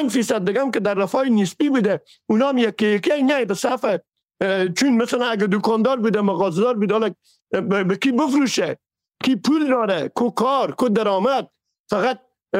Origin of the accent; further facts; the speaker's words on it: Herat, Afghanistan; moved away; در شخص خودمه که از هرات هستم